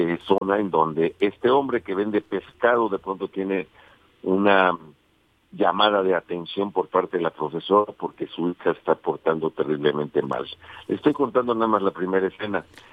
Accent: Mexico; Debe ser un orgullo como mexicano y un orgullo para Puebla.

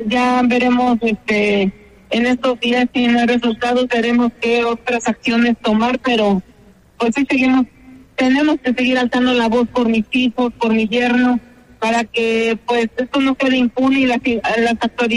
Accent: State of Mexico, Mexico; somos aquí del Estado de México

